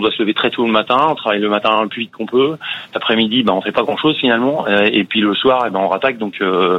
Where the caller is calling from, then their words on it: Mayenne, Pays de la Loire, France; De la Mayenne.